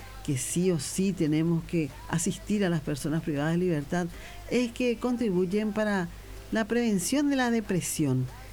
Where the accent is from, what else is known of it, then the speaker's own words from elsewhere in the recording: Paraguay; así somos los paraguayos